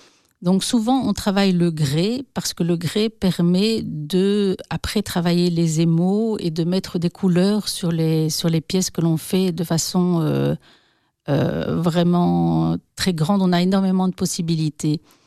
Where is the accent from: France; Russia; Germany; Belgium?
Belgium